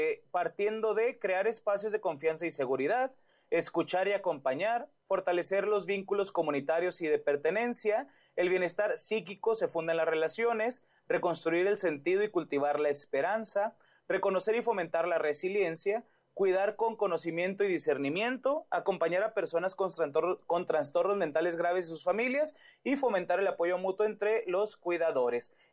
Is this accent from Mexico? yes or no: yes; Mexico; lo que nosotros vivimos como sociedad mexicana